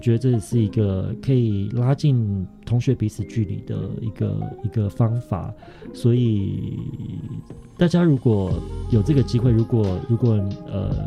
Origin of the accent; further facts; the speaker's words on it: Xinpu, Hsinchu County, Taiwan; 也是很充满自信的去告诉大家我是新竹信不会的客家人